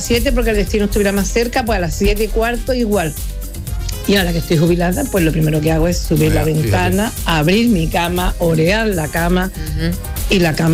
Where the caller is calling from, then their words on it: Málaga, Andalusia, Spain; de Málaga.